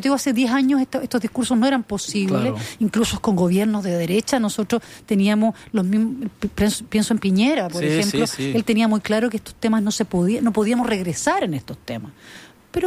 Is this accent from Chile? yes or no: yes; Chile